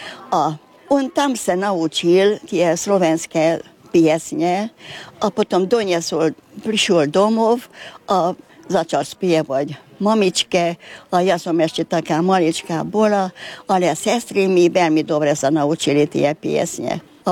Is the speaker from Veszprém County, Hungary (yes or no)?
no; Bükkszentkereszt, Borsod-Abaúj-Zemplén, Hungary; To je ako nemecké slovo, ale u nás v Novej Hute tak hovorili, že šlogár